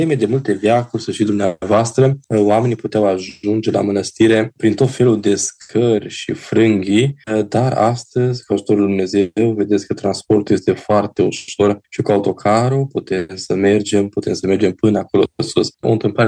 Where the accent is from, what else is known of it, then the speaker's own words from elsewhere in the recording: Cluj-Napoca, Cluj County, Romania; Și am spus că suntem de la Cluj, un grup de pelerini tare frumos